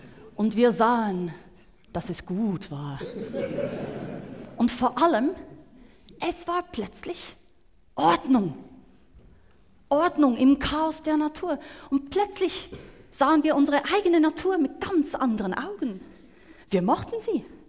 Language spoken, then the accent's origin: German; Switzerland; als Schweizerin